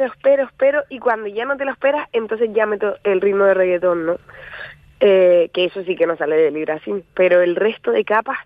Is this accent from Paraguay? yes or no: no; Arinaga, Canary Islands, Spain; now in Madrid, Spain; si cierro los ojos y pienso en mi infancia, veo las piedras de la playa de Arinaga y el mar así pasando